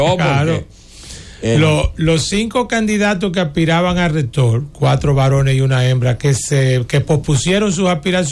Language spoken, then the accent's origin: Spanish; Santo Domingo, Distrito Nacional, Dominican Republic; un humilde dominicano que nació entre San Lázaro y San Carlos.